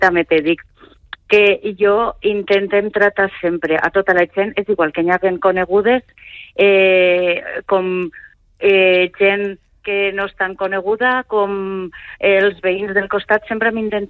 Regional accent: Morella, Valencian Community, Spain; jo soc de Morella, i jo treballava a Morella ja en restaurant.

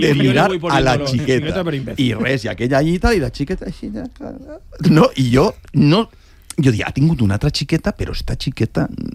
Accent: Alcoy, Valencian Community, Spain; moved away; el meu poble és Alcoi

